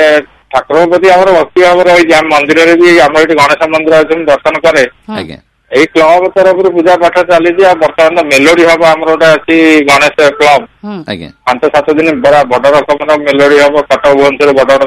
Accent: Odisha, India; ଆଉ ଯେହେତୁ ଆମେ ସନାତନ ଧର୍ମୀ ଆମେ ଓଡ଼ିଆ ମୁଢି ନଡ଼ିଆ ଲାଗେ ବଢିଆ ଆଉ ଆମେ ଚାଷୀ ଲୋକ

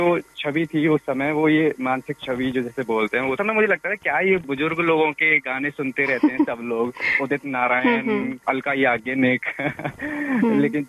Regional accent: Mathura, Uttar Pradesh, India; मेरा बचपन जो है मथुरा में रहा है, मेरा जन्म मथुरा में हुआ था।

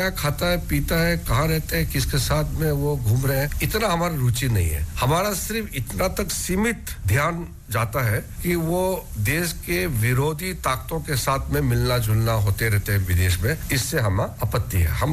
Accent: Arunachal Pradesh, India; जैसे मैं अरुणाचल प्रदेश से आता हूं

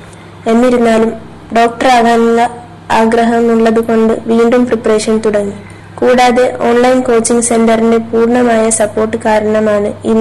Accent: Kavaratti, Lakshadweep, India; also born or lived in Minicoy; നാട് മിനിക്കോഴി ദ്വീപാണ്. ഞാൻ ജനിച്ചതും വളർന്നതും കവരത്തി ദ്വീപിലാണ്.

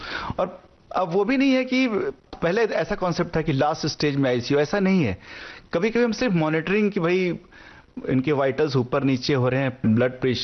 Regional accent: Prayagraj, Uttar Pradesh, India; now in Mumbai, India; मैं रहने वाला प्रयागराज इलाहाबाद, और पढ़ाई मैंने की है गोरखपुर मेडिकल कॉलेज से।

